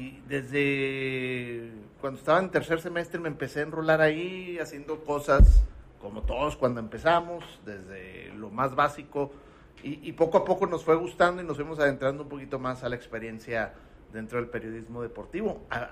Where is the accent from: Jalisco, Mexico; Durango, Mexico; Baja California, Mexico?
Durango, Mexico; moved away as an adult; now in Torreón, Mexico; yo soy de Durango, okay. Me vine a estudiar la carrera acá a Torreón en el 90